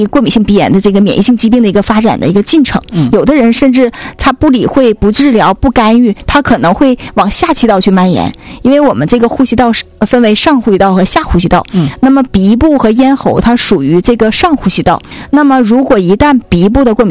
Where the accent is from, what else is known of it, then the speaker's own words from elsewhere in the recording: China; 但是我们中国人一听临床治愈了那就是根治了